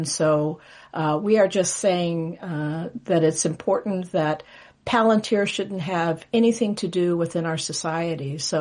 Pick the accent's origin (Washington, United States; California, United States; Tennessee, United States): California, United States; Sacramento; I'm from Sacramento, so we took a bus. We took two buses from Sacramento down to Palo Alto